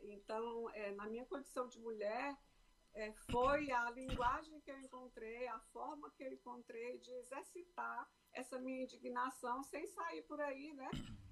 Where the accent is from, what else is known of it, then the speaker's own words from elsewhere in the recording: Baturité, Ceará, Brazil; born there; Eu venho de Baturité, Ceará